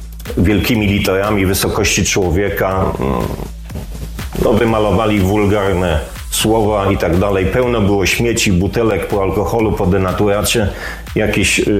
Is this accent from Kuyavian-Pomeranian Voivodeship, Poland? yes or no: yes; Mogilno, Kuyavian-Pomeranian Voivodeship, Poland; born there; now in Inowrocław, Poland; Nie jestem urodzony Inowrocławianinem. Wszyscy się dziwią właśnie. Urodziłem się w Mogilnie, czyli to niedaleko, Żabi Skok, ale od 1988 roku przeprowadziłem się do Inowrocławia, tutaj się ożeniłem, tutaj zamieszkałem